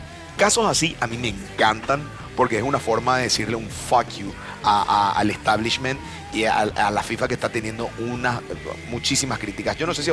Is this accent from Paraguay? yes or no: yes; Paraguay; como los paraguayos por lo menos que llegamos ayer